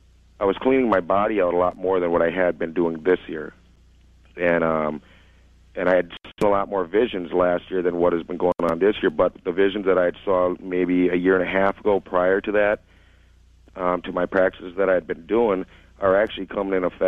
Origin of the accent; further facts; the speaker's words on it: St. Paul, Minnesota, United States; I'm from St. Paul, Minnesota.